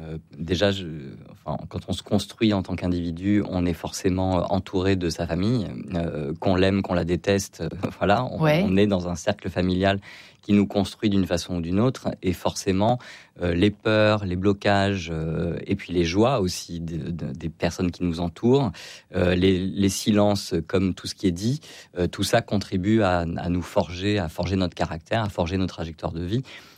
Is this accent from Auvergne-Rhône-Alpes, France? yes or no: no; Hyères, Provence-Alpes-Côte d'Azur, France; Moi, je suis originaire de Hyères, j'ai grandi à Hyères